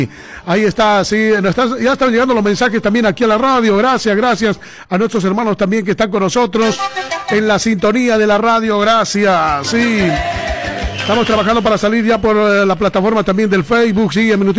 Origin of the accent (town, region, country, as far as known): Bolivia; now in Argentina